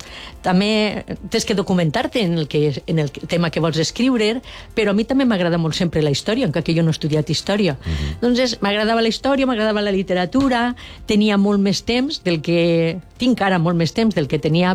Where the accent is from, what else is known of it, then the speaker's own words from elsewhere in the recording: Valencian Community, Spain; I nosaltres som valencians